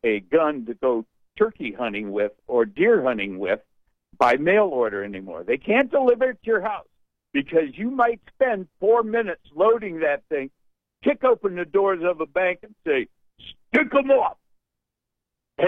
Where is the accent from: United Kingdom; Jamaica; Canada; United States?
United Kingdom; Scotland; I don't gamble. I'm Scottish.